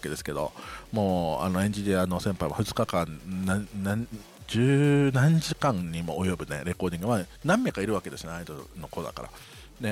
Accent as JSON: {"language": "Japanese", "region": "Okinawa", "country": "Japan", "tie": "born or raised there", "said": "特に中部で、ゲートが近いところでね、生まれ育ってるっていうのもあるので、"}